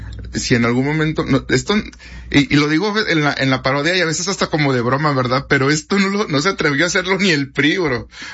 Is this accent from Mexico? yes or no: yes; Mexico; Lo que nos costó como mexicanos